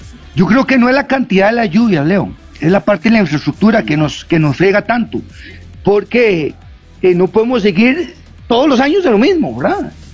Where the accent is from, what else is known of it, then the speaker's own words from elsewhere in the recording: Turrialba, Cartago, Costa Rica; Y ahora que mencionas a Turrialba, un fuerte abrazo a mi pueblo también, a Turrialba, que los quiero mucho.